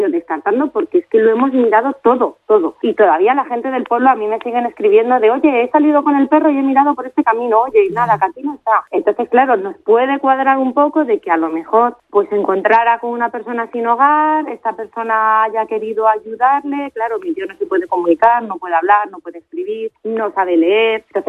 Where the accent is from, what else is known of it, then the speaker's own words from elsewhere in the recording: Madrid, Community of Madrid, Spain; la familia somos de Madrid y cuando nos hemos movido por los pueblos repartiendo carteles